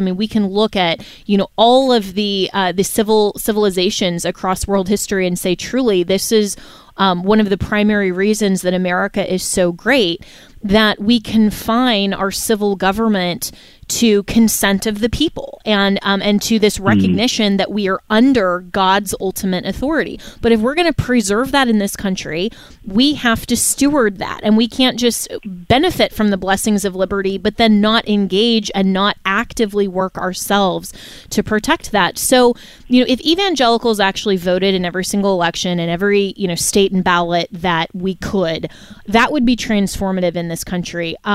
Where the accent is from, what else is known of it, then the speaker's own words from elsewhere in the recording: Florida, United States; You know, here in my home state of Florida, for governor.